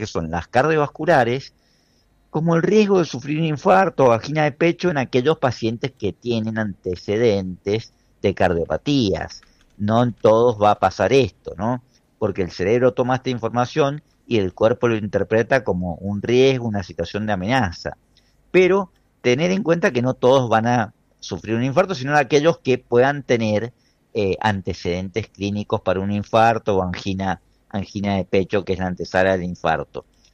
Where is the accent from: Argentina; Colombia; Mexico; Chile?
Argentina; Nosotros no hemos vivido como argentinos